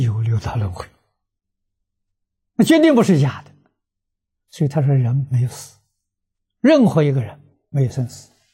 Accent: China; 我们中国人

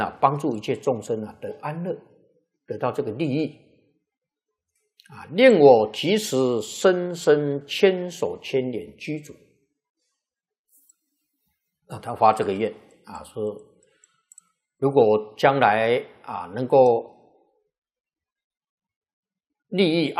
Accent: Taiwan; 跟我们台湾人口差不多

